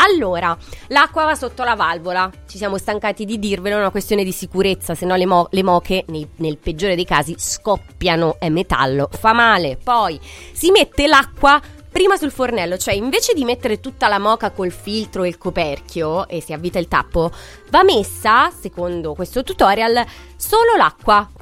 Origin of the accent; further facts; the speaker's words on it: Tuscany, Italy; accent: Tuscan; sentito tantissimo il mio accento toscano, cadenza toscana.